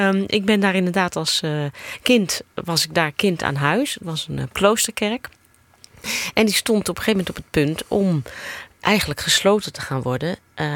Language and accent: Dutch; Amsterdam, North Holland, Netherlands; Ik woonde zeg maar op letterlijk een steenworp afstand van de kerk. Dan ben ik ook opgegroeid in Amsterdam.